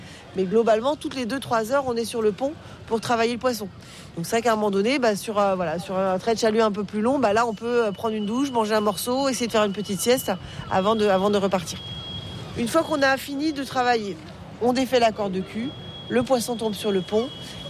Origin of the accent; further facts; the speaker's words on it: Brittany, France; le bao, sinon chez nous en Bretagne.